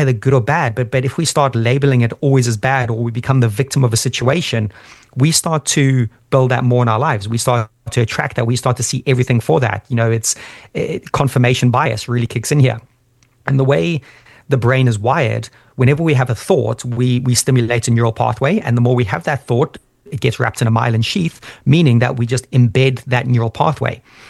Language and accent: English; Zimbabwe; moved away; I'm not from the UK. I've got a UK passport. My mom's from the Lake Districts of all places, but I was born and raised in Zimbabwe of all places, Southern Africa.